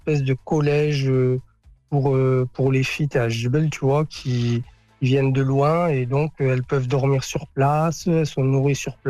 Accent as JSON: {"language": "French", "town": "Beni Mellal", "region": "Béni Mellal-Khénifra", "country": "Morocco", "tie": "born or raised there", "said": "Et là, je revois les images de quand j'étais gamin, qu'on était au Gdam el-Bab à Beni Mellal, sur Bouachouch"}